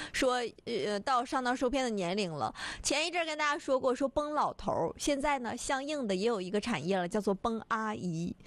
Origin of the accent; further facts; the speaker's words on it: northern China, China; 崩就是咱们北方的方言